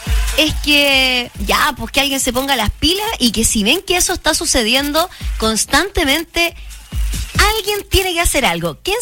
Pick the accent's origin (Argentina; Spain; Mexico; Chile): Chile; Temuco, Araucanía; Yo soy nacida y criada en mi tierra, aquí en la Araucanía, en esta ciudad tan linda que amo con todo mi corazón.